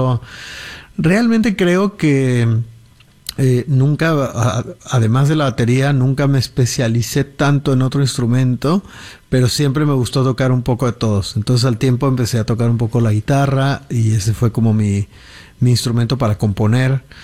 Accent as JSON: {"language": "Spanish", "town": "Guadalajara", "region": "Jalisco", "country": "Mexico", "said": "ayer estuvimos más o menos a la misma temperatura en Guadalajara, que es de donde yo soy."}